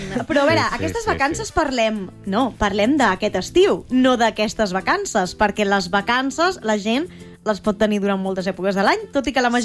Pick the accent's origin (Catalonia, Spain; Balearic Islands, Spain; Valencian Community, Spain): Catalonia, Spain; Caldes de Montbui; Sí, soc de Caldes de Montbui, per tant, allà ho tenim al costat de casa.